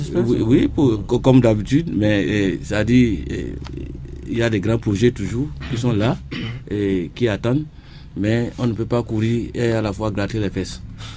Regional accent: Benin; now in Germany; Pourquoi je suis béninois?

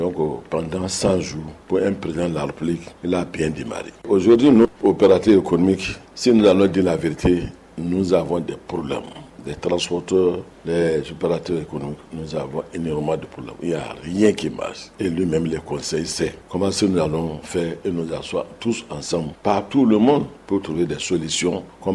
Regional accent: Benin; Nous tous ensemble, en tant que Béninois, si nous voulons qu'il travaille, il faut que nous nous mettons ensemble pour l'accompagner.

